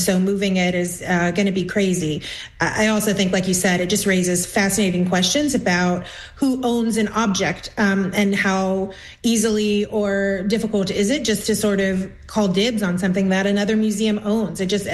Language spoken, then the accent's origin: English; Texas, United States; Well, I'm originally from Texas, so I have been sort of low-key intrigued by this whole debate